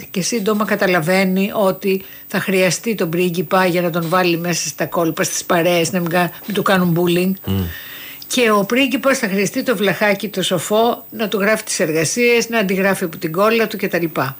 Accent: Volos, Thessaly, Greece; εγώ μεγάλωσα στο Βόλο, όπου τα δημόσια σχολεία ήταν τα καλά σχολεία.

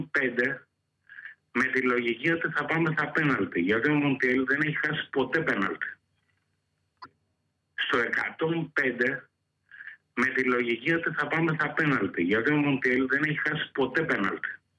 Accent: Argentina; Greek is a second language; now in Greece; Να πω κάτι, επειδή είμαι από Αργεντινή.

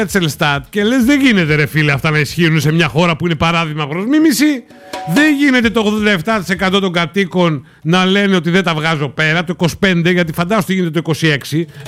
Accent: Arnaia, Central Macedonia, Greece; της Αρναίας, ξέρετε, είναι και το χωριό μου. Από εκεί έλκουν την καταγωγή.

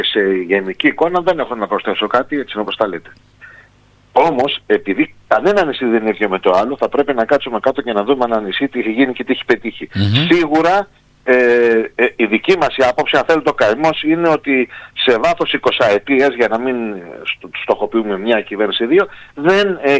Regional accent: Greece

